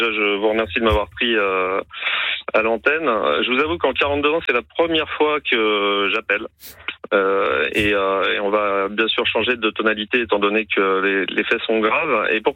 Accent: Évry, Île-de-France, France; also born or lived in Corbeil-Essonnes; j'ai été élevé en Île-de-France, je suis de la région d'Évry.

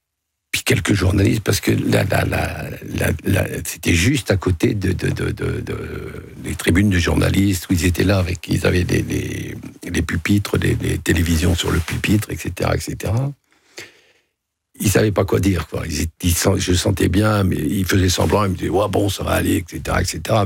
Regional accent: Oignies, Hauts-de-France, France; born there; Oigny, Pas-de-Calais, ouais. O-I-G-N-I-E-S.

